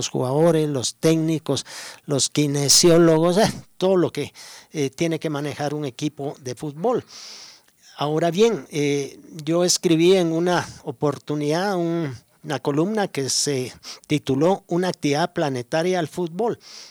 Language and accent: Spanish; Guatemala; y nosotros como chapines, pues desde el momento que no está nuestra propia selección nacional